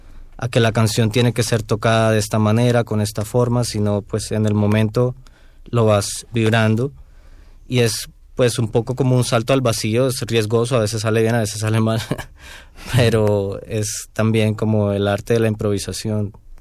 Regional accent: Barranquilla, Atlántico, Colombia; now in Bogotá, Colombia

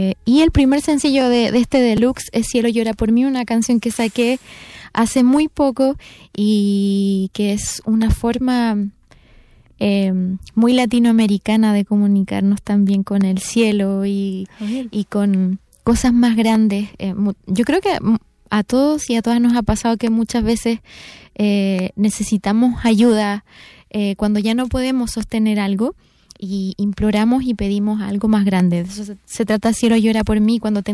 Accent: Valdivia, Los Ríos, Chile; moved away; mi ciudad natal, al sur de Chile, a Valdivia, a grabar el videoclip para mostrar un poco de dónde vengo, que es muy lejos.

